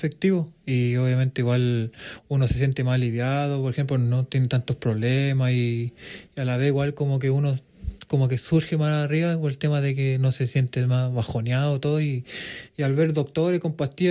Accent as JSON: {"language": "Spanish", "town": "Vicuña", "region": "Coquimbo", "country": "Chile", "said": "Vengo de la ciudad de Vicuña."}